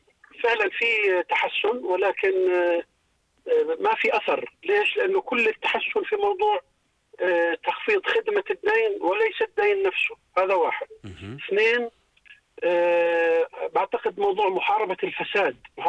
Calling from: Jordan; عندنا في الأردن

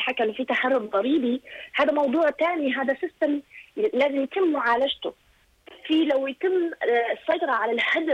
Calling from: Jordan; احنا اردني ندفع ضرائب

